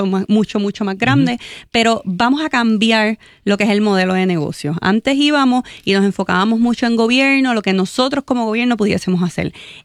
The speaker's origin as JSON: {"language": "Spanish", "country": "Puerto Rico"}